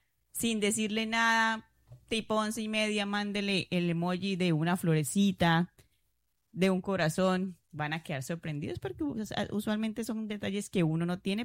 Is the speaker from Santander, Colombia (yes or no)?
yes; Santander, Colombia; Y como soy santandereana, entonces en el colegio a uno siempre le repetían, siempre adelante, ni un paso atrás